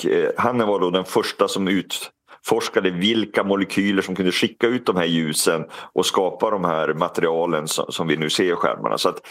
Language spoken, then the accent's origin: Swedish; Sweden; det är inte bara för vi är svensk